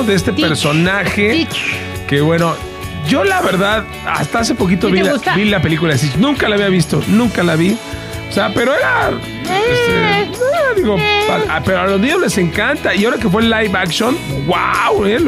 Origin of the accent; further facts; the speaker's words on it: Mexico; como somos los paisas, los mexas, ya haríamos canciones de todo.